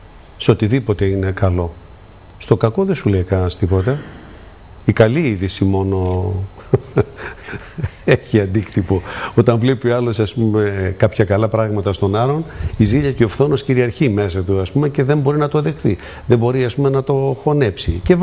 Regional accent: Drama, Eastern Macedonia and Thrace, Greece; moved away; όταν ήμουνα στην πατρίδα μου τη Δράμα

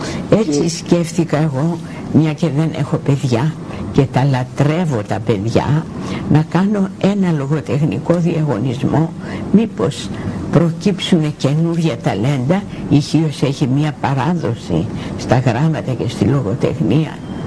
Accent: Chios, North Aegean, Greece; also born or lived in Athens; Εγώ γεννήθηκα μεν στην Αθήνα. Ο πατέρας μου ήταν Χιώτης, η μητέρα μου από τη Σμύρνη και θα σας πω το ιστορικό μετά. Αλλά εγώ θυμάμαι τη ζωή μου που μεγάλωσα στη Χίο

